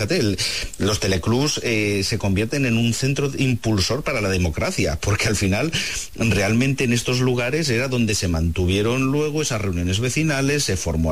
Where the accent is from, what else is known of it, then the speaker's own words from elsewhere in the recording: Spain; somos españoles, somos latinos